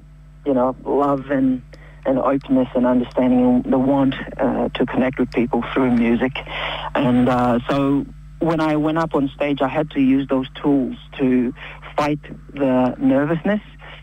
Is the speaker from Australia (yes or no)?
no; Morobe, Papua New Guinea; that was the very same province where I am from as well.